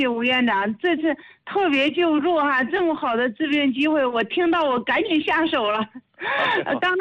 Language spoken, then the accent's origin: Chinese; Zhengzhou, Henan, China; 我是河南郑州的。